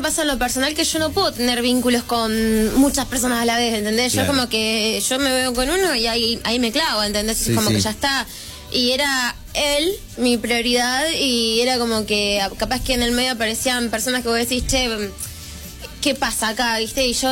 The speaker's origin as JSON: {"language": "Spanish", "country": "Argentina", "said": "somos racistas los argentinos."}